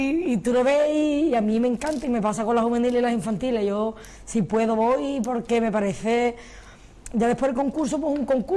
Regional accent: Cádiz, Andalusia, Spain; la gente que somos de Cádiz, que nos gusta el carnaval

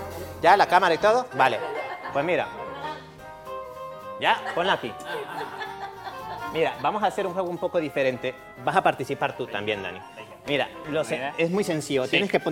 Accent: Honduras; Honduras, sí, sí.

